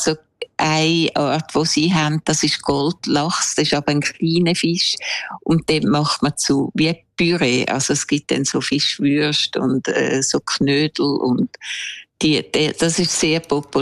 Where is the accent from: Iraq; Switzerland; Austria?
Switzerland; born or raised there; moved away